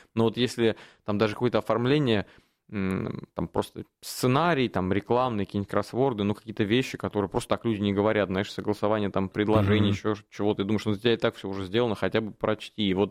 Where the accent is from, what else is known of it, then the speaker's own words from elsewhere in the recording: Voronezh, Voronezh Oblast, Russia; now in Moscow, Russia; я сам из Воронежа